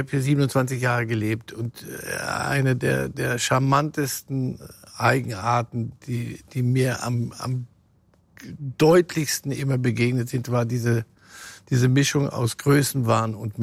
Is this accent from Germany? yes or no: no; Switzerland; Da bin ich jetzt als Schweizer Staatsbürger.